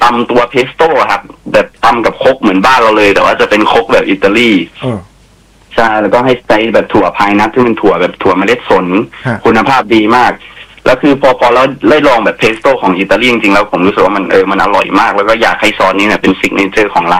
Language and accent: Thai; Southern Thailand, Thailand; ผมเนี่ยเป็นคนใต้เหมือนกันนะ